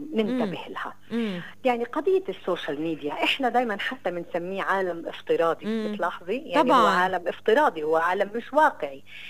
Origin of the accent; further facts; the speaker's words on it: Palestine; إحنا كفلسطينيين